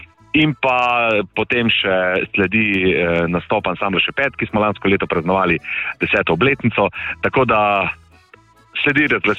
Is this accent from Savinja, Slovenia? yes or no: yes; Topolščica, Savinja, Slovenia; born there; now in Šmartno ob Paki, Slovenia; v, bom rekel, mojem rojstnem kraju, v Topolščici. In že prej, leta in leta nazaj, sem si želel eno tako tekmovanje prepeljati v moj kraj. Čeprav tam ne živim, živim zdaj v Šmartnem ob Paki, ampak vseeno, tam so moje korenine.